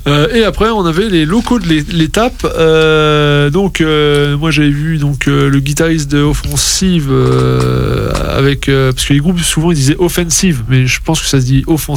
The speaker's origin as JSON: {"language": "French", "country": "France", "tie": "born or raised there", "said": "Moi aussi, je suis originaire du Bocage"}